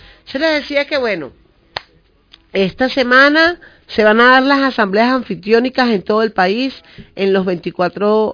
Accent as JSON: {"language": "Spanish", "country": "Venezuela", "said": "somos venezolanas y venezolanos"}